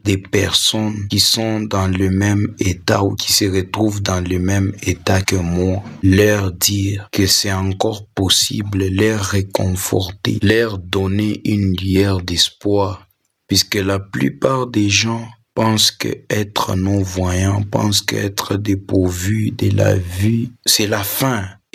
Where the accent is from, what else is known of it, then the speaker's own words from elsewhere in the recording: Likasi, Haut-Katanga, DR Congo; now in Lubumbashi, Democratic Republic of the Congo; je suis né à Likasi et j'ai grandi à Likasi.